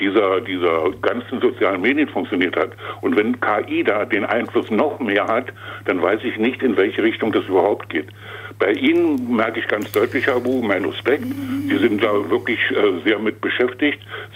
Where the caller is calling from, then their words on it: Saxony-Anhalt, Germany; Ich komme aus Sachsen-Anhalt.